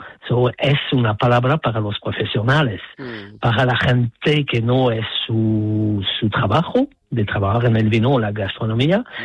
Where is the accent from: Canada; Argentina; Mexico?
Canada; Spanish is a second language; now in Barcelona, Spain; No soy de Tenerife, soy de Canadá. Vivo en Barcelona después de 10 años